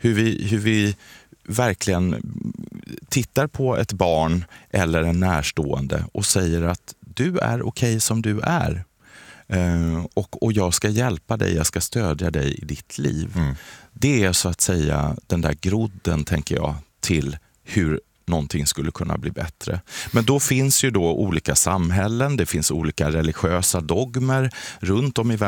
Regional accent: Kalmar, Kalmar County, Sweden; born there; moved away; jag kom ju från Kalmar från början. Där fanns det amatörteater.

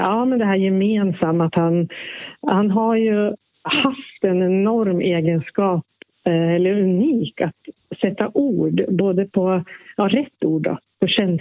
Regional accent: Sweden; also born or lived in Norway; ja, jag är ju både svensk och norsk.

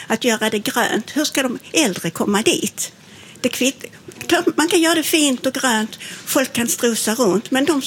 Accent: Lund, Skåne, Sweden; Jag har ju bott i Lund i hela mitt liv. Jag är född här, uppvuxen här.

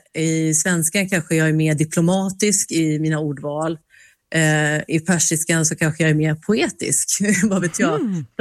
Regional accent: Sweden; born or raised there

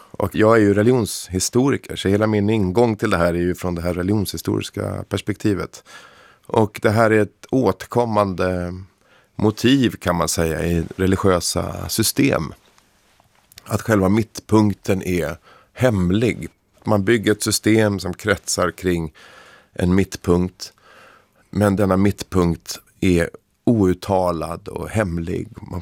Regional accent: Stockholm County, Sweden; born or raised there

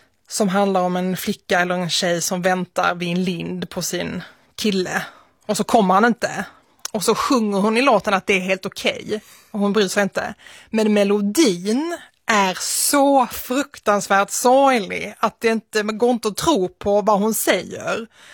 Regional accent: Malmö, Skåne, Sweden; also born or lived in Nötersjö; Solgårda utanför Svedala, som heter Nötersjö, en liten by. Och sen så flyttade jag in till Malmö när jag var 5 år gammal ungefär. Men mina första år i livet växte jag upp där ute.

